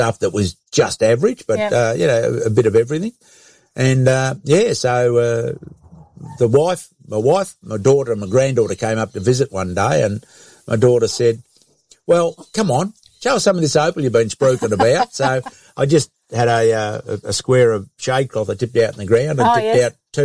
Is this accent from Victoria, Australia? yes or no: yes; Bairnsdale, Victoria, Australia; moved away as an adult; now in White Cliffs, Australia; We're originally from Bensdale down in East Gippsland, on the Gippsland Lakes down there.